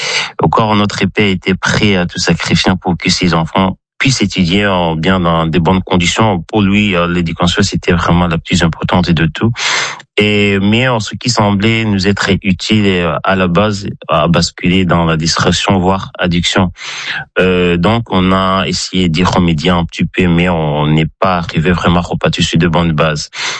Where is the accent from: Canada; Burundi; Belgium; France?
Burundi; j'ai 29 ans, je suis burundais.